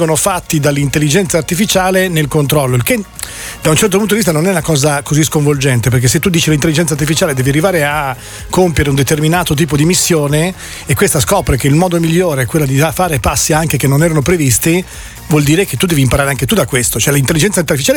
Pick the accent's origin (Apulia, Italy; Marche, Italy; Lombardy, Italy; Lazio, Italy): Lazio, Italy; Rome; io che sono romano